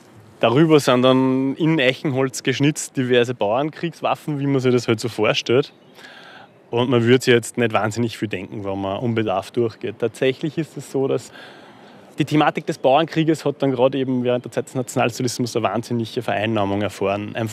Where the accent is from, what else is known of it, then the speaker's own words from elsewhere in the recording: Upper Austria, Austria; Ich bin in Oberösterreich geboren und aufgewachsen. Wir haben daheim auch eine kleine Landwirtschaft.